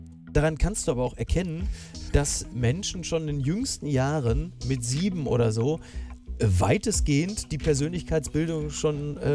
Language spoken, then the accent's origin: German; Castrop-Rauxel, North Rhine-Westphalia, Germany; now in Hamburg, Germany; ich bin aufgewachsen in dem Dorf so am äußeren Rand.